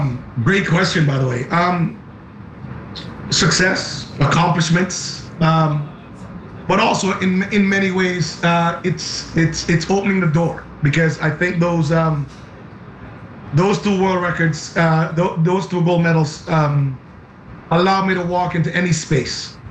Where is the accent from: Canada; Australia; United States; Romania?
Canada; Yes, I live in Canada, I'm Canadian.